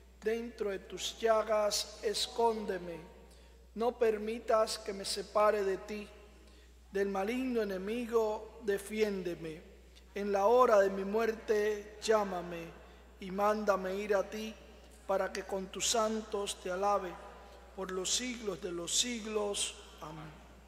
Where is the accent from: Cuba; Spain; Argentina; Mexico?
Cuba; yo soy de Cuba.